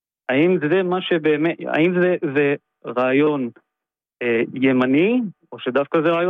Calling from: Tel Aviv, Tel Aviv District, Israel; מתל אביב.

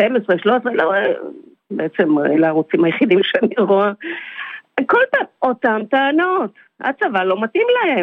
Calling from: Petah Tikva, Central District, Israel; מפתח תקווה.

